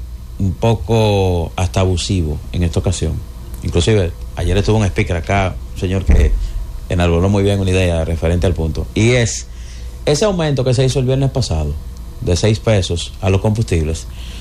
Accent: Santo Domingo Este, Santo Domingo, Dominican Republic; somos ambos de Santo Domingo Este.

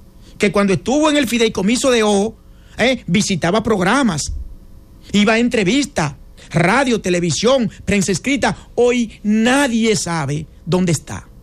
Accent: Dominican Republic

